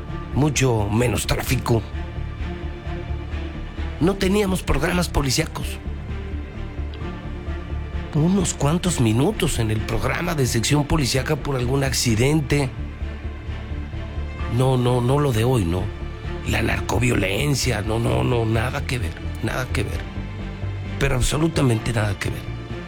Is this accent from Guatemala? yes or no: no; Mexico; el nivel de división que hoy vivimos los mexicanos